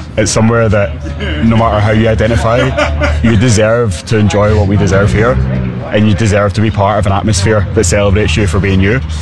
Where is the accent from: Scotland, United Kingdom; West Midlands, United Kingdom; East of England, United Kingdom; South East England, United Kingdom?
Scotland, United Kingdom; Look, I grew up in Scotland, where more than any other country in Europe, queer people are less likely to play sport because of who they are.